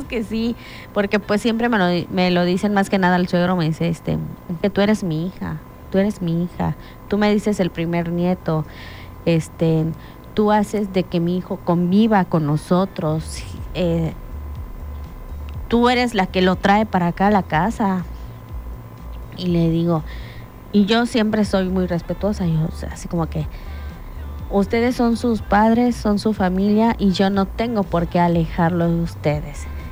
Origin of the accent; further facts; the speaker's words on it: Cozumel, Quintana Roo, Mexico; moved away as an adult; ya cuando ya nos venimos a vivir para acá, para este lado, porque pues recuerden que somos de Cozumel